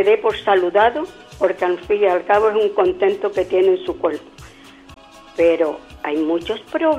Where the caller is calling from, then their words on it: Canary Islands, Spain; aunque soy española, soy primero canaria y después soy española.